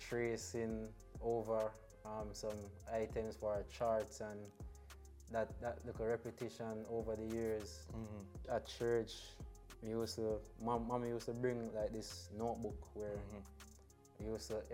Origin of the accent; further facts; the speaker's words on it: Clarendon, Jamaica; I'm from Clarendon, Longville Park, Finnish Calabar.